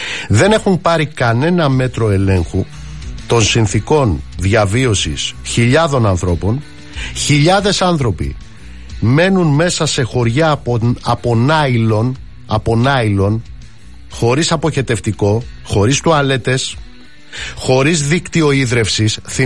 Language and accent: Greek; Western Greece, Greece; moved away; Στην πατρίδα μου, κάτω στην Ηλία και στην Αχαΐα